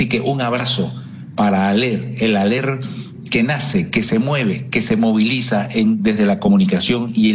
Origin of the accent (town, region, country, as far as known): Venezuela